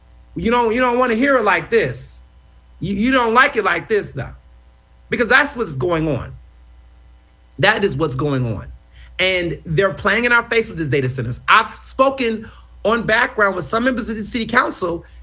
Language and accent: English; Houston, Texas, United States; also born or lived in Chicago; Look, I was born in Chicago. I grew up in Houston.